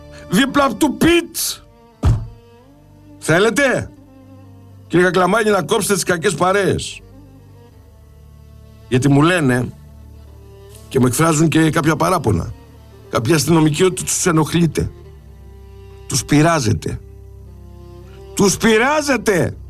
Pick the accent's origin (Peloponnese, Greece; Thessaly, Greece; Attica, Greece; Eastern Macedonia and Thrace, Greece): Peloponnese, Greece; Sparta; moved away; Ήθελα να κάνω ειδική αναφορά γιατί είναι η πατρίδα μου.